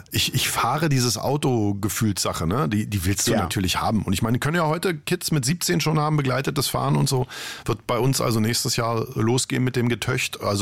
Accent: Berlin, Germany; ich bin so in Spandau groß geworden.

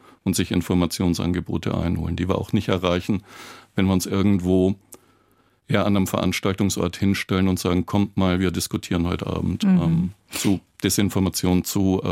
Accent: Southern Germany, Germany

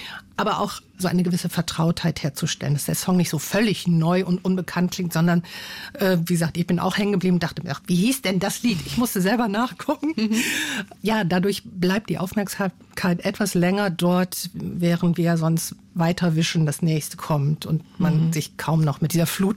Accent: western Germany, Germany; weil ich komme aus dem Westen und habe diese Assoziation zunächst nicht so gehabt. Wenn man da nicht mit aufwächst, ist diese Ebene einem interessanterweise auch nicht sofort zugänglich.

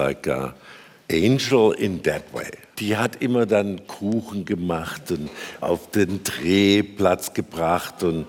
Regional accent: Stuttgart, Baden-Württemberg, Germany; Ich bin geboren in Stuttgart.

